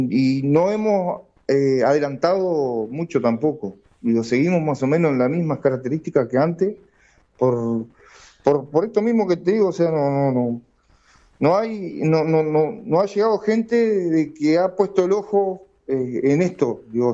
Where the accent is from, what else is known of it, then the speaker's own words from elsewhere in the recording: Salta, Argentina; acá somos todos salteños